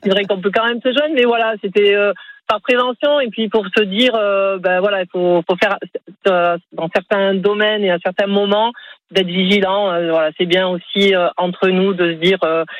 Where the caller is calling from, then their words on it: Montpellier, Occitanie, France; Moi, je suis sur Montpellier, du coup, il y a plein de circulations